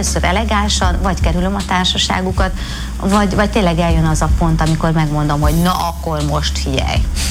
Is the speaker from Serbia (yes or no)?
no; Szeklerland, Romania; Hát igen, székely vagyok.